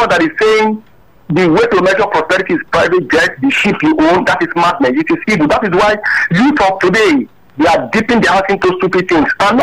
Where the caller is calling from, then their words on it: Lagos, Nigeria; I'm calling from Meron.